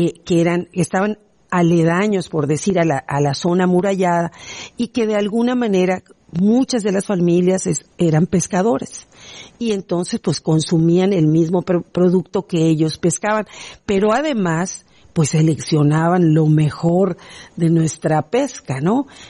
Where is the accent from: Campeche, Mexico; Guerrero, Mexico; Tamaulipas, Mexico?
Campeche, Mexico; aunque somos una ciudad muy pequeña.